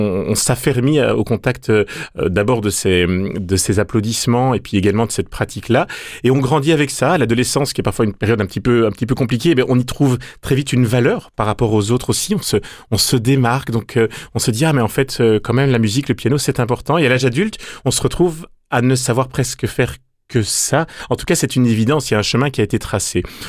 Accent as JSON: {"language": "French", "town": "Brussels", "region": "Brussels-Capital Region", "country": "Belgium", "tie": "born there", "said": "moi, je suis né à Bruxelles. Mes parents étaient professeurs, dans une ambiance d'ailleurs tout à fait catholique"}